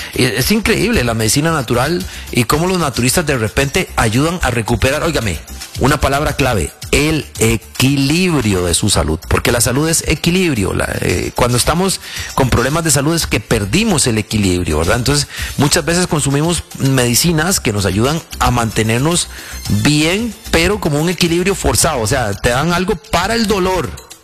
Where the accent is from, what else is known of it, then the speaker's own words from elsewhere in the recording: San José de la Montaña, Heredia, Costa Rica; born there; vengo allá de San José de la Montaña, en la mañana usted tenía frío